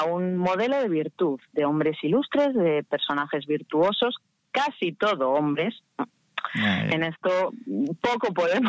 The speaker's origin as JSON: {"language": "Spanish", "town": "Salamanca", "region": "Castile and León", "country": "Spain", "said": "soy de Salamanca"}